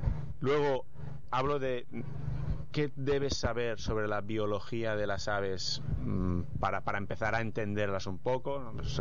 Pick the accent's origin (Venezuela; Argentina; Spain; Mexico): Spain; Catalonia; en Cataluña no tenemos la traducción